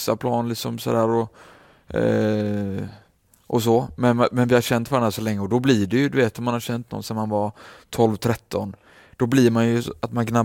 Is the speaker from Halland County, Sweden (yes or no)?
no; Gothenburg, Västra Götaland County, Sweden; born there; Jag är född i Annedal.